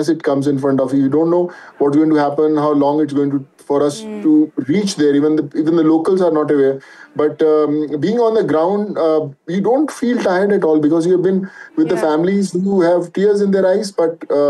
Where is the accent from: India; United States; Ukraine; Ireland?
India; So I think as an individual, as an Indian, it's my responsibility to be with them and do my best.